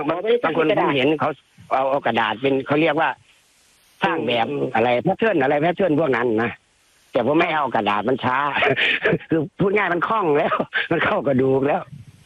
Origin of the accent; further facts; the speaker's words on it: Nam Kliang, Sisaket, Thailand; อำเภอน้ำเกลียงครับอำเภอน้ำเกลียงจังหวัดศรีสะเกต